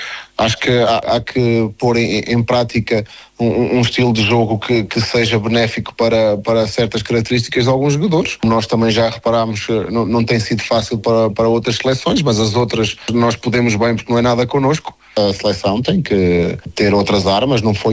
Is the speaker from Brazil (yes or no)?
no; Portugal; eu, como português